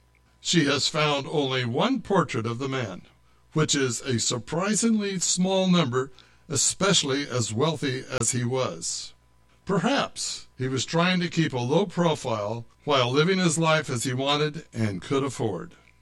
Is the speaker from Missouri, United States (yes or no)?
no; Modesto, California, United States; I was born and raised here in Modesto, and as a boy, it intrigued me that we had a McHenry Library and not a Carnegie Library.